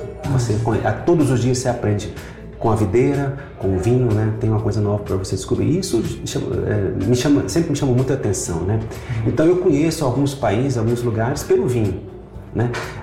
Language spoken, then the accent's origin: Portuguese; Catalão, Goiás, Brazil; born there; now in Brasília, Brazil; Eu nasci em Catalão, Goiás.